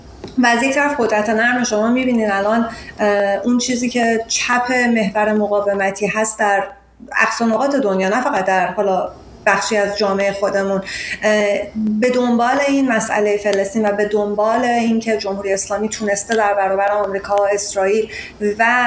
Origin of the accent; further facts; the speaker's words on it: Iran; now in United States; حتی اینجا در آمریکا، من بعضی وقتا وقتی به عنوان ایرانی دارم با یک کسی از کشورهای حاشیه حرف می‌زنم و فکر می‌کنن که من ایرانی، می‌فهمن که من ایرانیم،